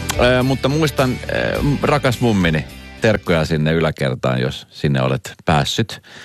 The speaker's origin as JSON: {"language": "Finnish", "country": "Colombia", "second_language": "Finnish", "said": "Minä yhtäkkiä huono suomi. Mä olen Kolumbiasta."}